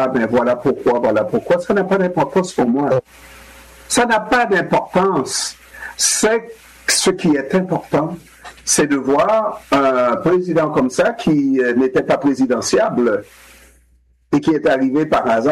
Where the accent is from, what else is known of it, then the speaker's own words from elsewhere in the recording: Haiti; quand nous sommes à la radio, nous sommes des Haïtiens de surcroît